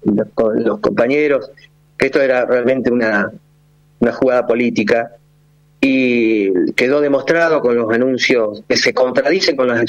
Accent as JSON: {"language": "Spanish", "country": "Argentina"}